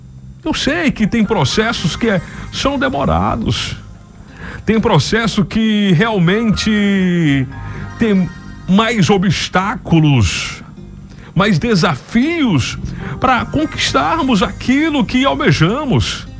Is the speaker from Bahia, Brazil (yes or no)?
no; Tocantins, Brazil; born there; moved away as an adult; also born or lived in Goiânia; now in Palmas, Brazil; quando eu retorno para o estado do Tocantins, que é o meu estado, aonde eu nasci